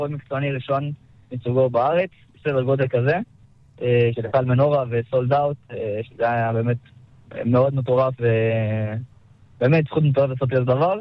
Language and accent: Hebrew; Shilo, Judea and Samaria, Israel; במשפחה גדלנו ביישוב שילה, בשומרון. אני ועוד שתי אחים.